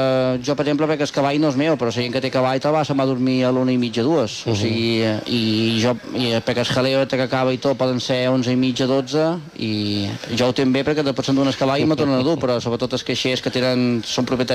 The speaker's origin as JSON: {"language": "Catalan", "town": "Sant Lluís", "region": "Balearic Islands", "country": "Spain", "said": "soc molt de, sempre ho dic, soc molt de Sant Lluís i per jo és un orgull poder ser aquesta figura dins la colcada i representar el que és tot el poble de Sant Lluís"}